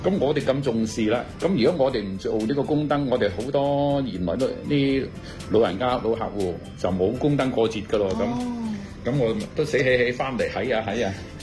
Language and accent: Cantonese; Guangdong, China; 我哋廣東四邑嘅文化